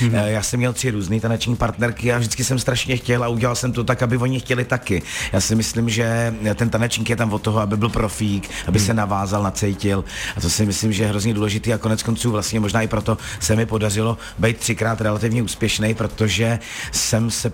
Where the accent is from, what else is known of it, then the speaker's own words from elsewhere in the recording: Loket, Karlovy Vary Region, Czechia; moved away as an adult; also born or lived in Ostrava / Ústí nad Labem; já jsem z Lokte nad Ohří, to je u Karlových Varů